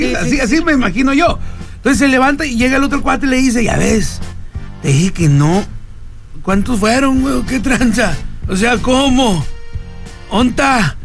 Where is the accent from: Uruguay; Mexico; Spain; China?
Mexico; todos somos mexicanos ahorita